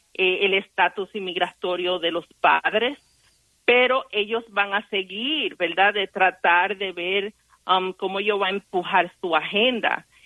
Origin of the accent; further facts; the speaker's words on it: Dominican Republic; yo voy a decir personalmente como dominicana, Me da vergüenza de oír mucha de las críticas